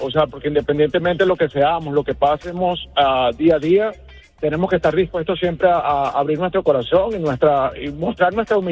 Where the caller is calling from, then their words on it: Venezuela; Yo soy venezolano.